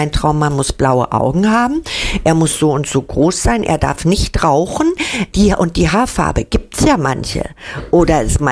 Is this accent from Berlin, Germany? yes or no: yes; Berlin, Germany; was ich eigentlich als Berlinerin zu bieten habe.